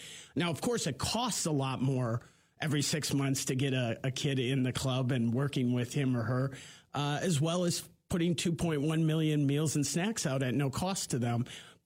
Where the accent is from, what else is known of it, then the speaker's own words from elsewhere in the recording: Clintonville, Wisconsin, United States; When I grew up in Clintonville, that's what I thought. It was down in the big cities.